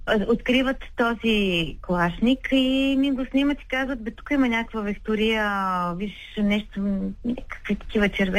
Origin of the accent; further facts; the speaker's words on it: Pleven, Pleven Province, Bulgaria; тъй като аз съм от Плевен.